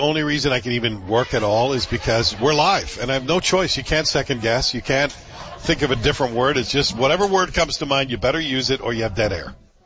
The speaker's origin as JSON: {"language": "English", "region": "Scotland", "country": "United Kingdom", "tie": "born there", "said": "Does she know I was born in Scotland?"}